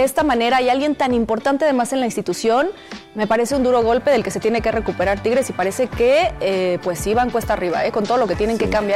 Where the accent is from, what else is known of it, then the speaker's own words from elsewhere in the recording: Monterrey, Nuevo León, Mexico; Vamos justamente a la Sultana del Norte, a mi tierra, en donde me van a invitar al cine.